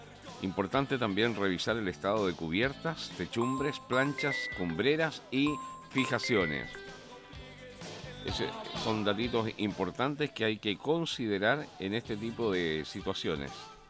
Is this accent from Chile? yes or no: yes; Chile; Es que somos chilenos.